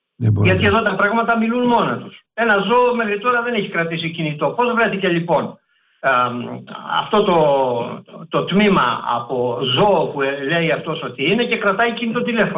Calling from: Piraeus, Attica, Greece; από Πειραιά.

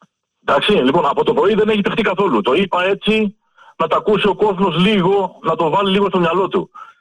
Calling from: Varkiza, Attica, Greece; είμαι από Βάρκιζα.

